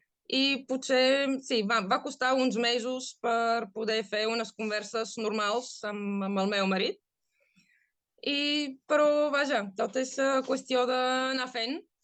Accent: Sofia, Sofia City, Bulgaria; Catalan is a second language; now in Catalonia, Spain; jo soc de Sofia, que es fa, està... no està massa prop del mar.

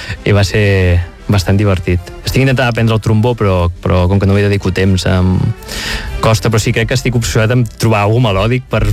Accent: Mataró, Catalonia, Spain; now in Barcelona, Spain; Sí, gairebé tinc una multa d'Hisenda perquè, en el fons, jo no em volia desempatronar de Mataró. Per aquest punt nostàlgic, no? De dir, no, jo no vull ser de Barcelona, jo vull ser de Mataró.

